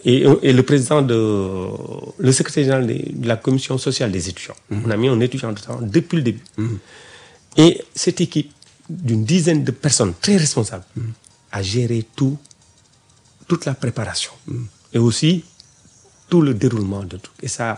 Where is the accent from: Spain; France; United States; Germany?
Germany; first language German; French is a second language; Je suis allemand de... C'est ma première langue aussi.